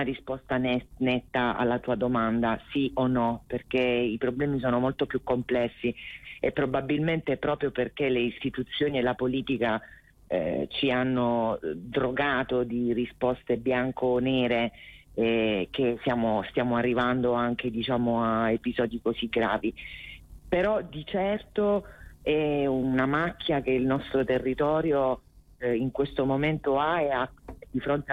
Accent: Taranto, Apulia, Italy; la mia terra, la mia città

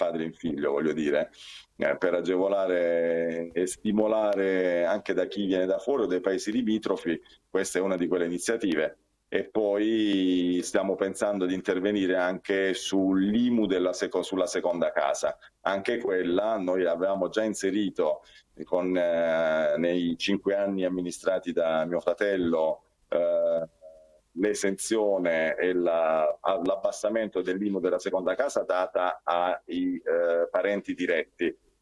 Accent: Montemesola, Apulia, Italy; mi piacerebbe vedere la mia provincia, il mio paese, la mia provincia rinascere

